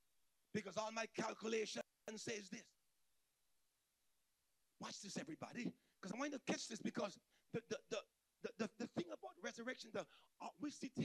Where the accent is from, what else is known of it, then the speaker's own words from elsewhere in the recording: St. Vincent & Grenadines; I grew up in St. Vincent. There was a thing called Jack Spanner.